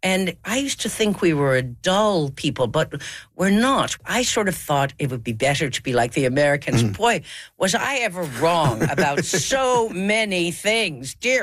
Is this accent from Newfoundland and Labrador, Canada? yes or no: yes; St. John's, Newfoundland and Labrador, Canada; I grew up in St. John's pretty well everyone in St. John's voted to return to be the Dominion of Newfoundland